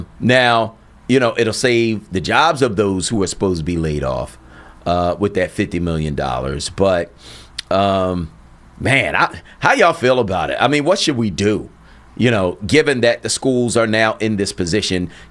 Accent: Philadelphia, Pennsylvania, United States; I'm from North Philly.

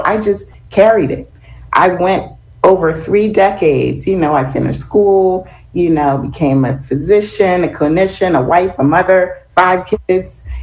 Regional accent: Philadelphia, Pennsylvania, United States; I was always talking about growing up in Philly, growing up in North Philly

